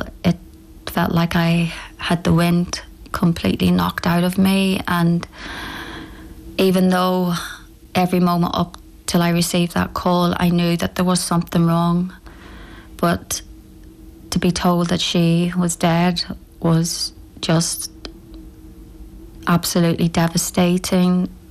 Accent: Lisnaskea, Northern Ireland, United Kingdom; moved away; we're originally from Lisnaskey

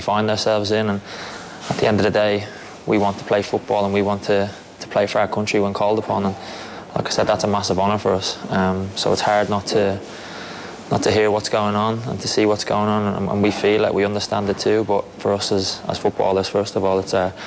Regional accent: Ireland; us being Irish people

